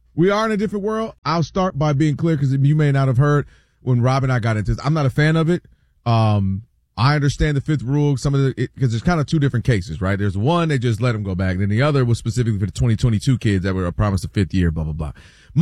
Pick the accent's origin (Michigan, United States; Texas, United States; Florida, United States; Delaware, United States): Michigan, United States; Ann Arbor; I'm born and raised in Ann Arbor.